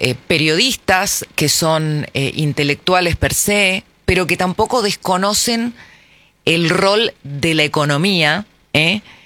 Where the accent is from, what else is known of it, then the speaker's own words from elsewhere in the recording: Argentina; como argentinos contemporáneos somos conocedores de la incertidumbre